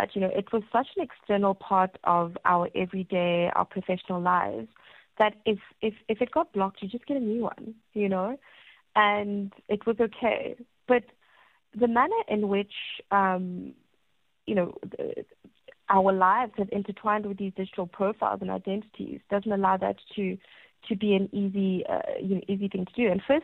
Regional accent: South Africa

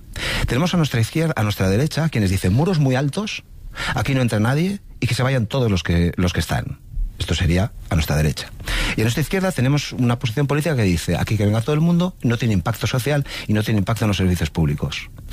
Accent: San Sebastián, Basque Country, Spain; Independientemente de donde uno haya nacido, yo soy, por ejemplo, de Donosti.

